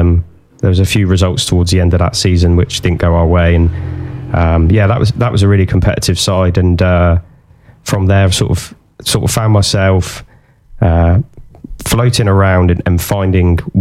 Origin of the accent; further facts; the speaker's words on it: Poole, South West England, United Kingdom; I was born in Poole.